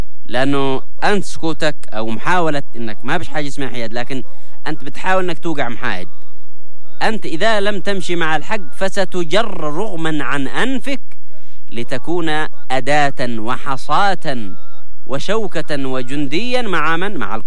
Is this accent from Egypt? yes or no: no; Yemen; احنا كشعب يمني